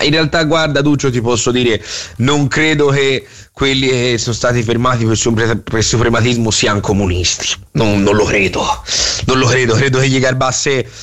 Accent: Florence, Tuscany, Italy; noi si passa veramente da fiorentini con il cervello piccino

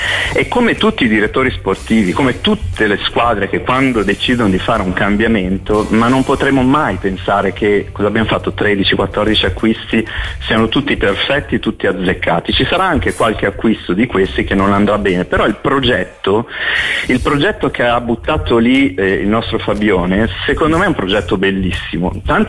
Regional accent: Florence, Tuscany, Italy; il problema di noi fiorentini, vabbè, io sono un fiorentino del nord

